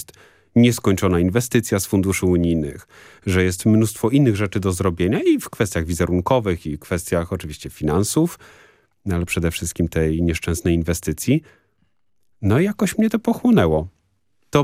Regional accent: Toruń, Kuyavian-Pomeranian Voivodeship, Poland; moved away; also born or lived in Gdańsk; Pochodzę z Torunia, więc to dość naturalne.

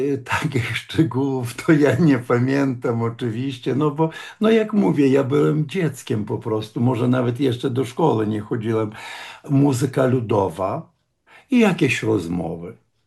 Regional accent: Ukraine; Polish is a second language; ja się urodziłem i wychowałem w miejscowości, która leży od granicy niniejszej ukraińsko-polskiej granicy. Oczywiście leży w odległości jakie 10, 15 może już do samego domu kilometrów

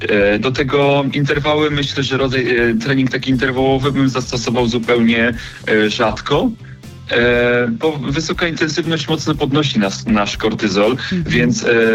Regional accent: Warmian-Masurian Voivodeship, Poland; ja pochodzę z Mazur

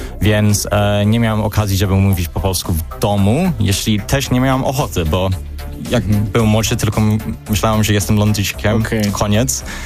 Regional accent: England, United Kingdom; bo w Anglii zawsze jestem Polakiem, który ma brytyjski paszport i w Polsce jestem Brytyjczykiem, który ma polski paszport, więc mam polskie korzenie

